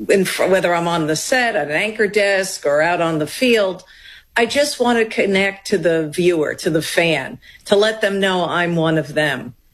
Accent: New York, United States; You know, I grew up on Long Island. I'm born in New York City.

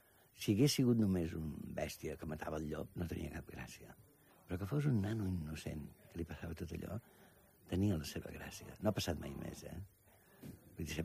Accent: Catalonia, Spain; Potser sí que soc català

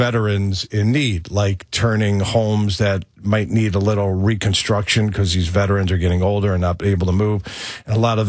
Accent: New York, United States; I'm from New York.

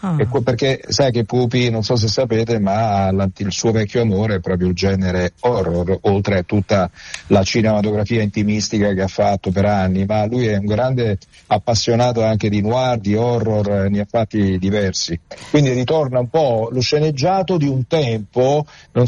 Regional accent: Naples, Campania, Italy; also born or lived in Castellammare di Stabia; perché io sono campano, nato

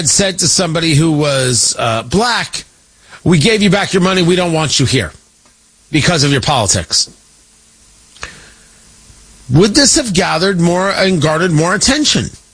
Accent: New Jersey, United States; Talking to a friend of mine who I grew up with in Jersey about getting together this summer.

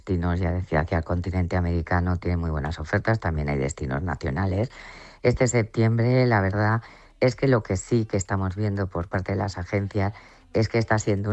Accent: Valencian Community, Spain; el 80% somos valencianos y valencianas

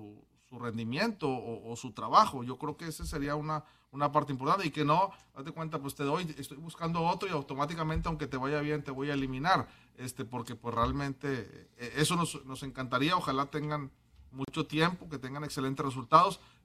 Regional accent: Mexico

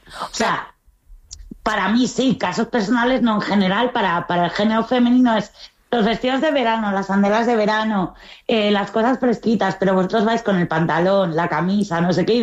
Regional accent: Spain; yo soy española

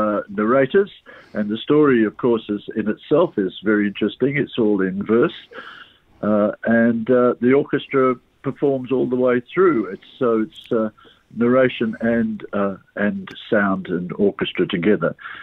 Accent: Colombo, Western Province, Sri Lanka; moved away; I grew up in Colombo in Sri Lanka

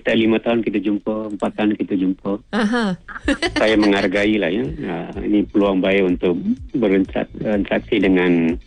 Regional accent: Johor, Malaysia; Mungkin dalam 70-an, 80-an tu, saya dari Johor, saya pun tahu ramai yang kerja dari Johor ke Singapura.

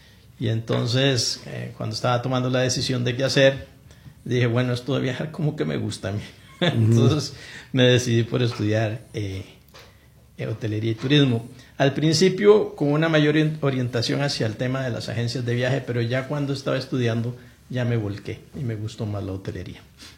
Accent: San José, Costa Rica; De San José, sí.

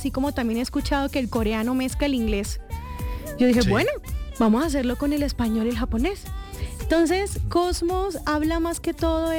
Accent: Barranquilla, Atlántico, Colombia; Sí, colombiana. Yo soy barranquillera a morir.

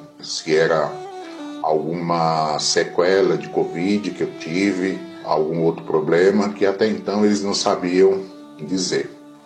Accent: São Paulo, Brazil; eu sou de São Paulo.

